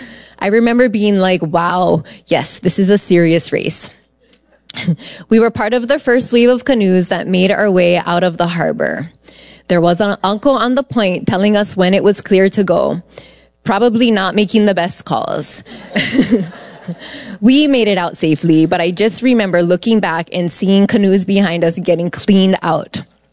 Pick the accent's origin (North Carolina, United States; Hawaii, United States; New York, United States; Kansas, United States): Hawaii, United States; Kalapana; from Kalapana.